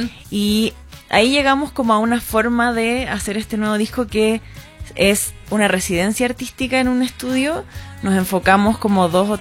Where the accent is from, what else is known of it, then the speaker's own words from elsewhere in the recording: Chile; Entonces yo me fui a Chile, yo soy chilena, me fui a Chile 3 meses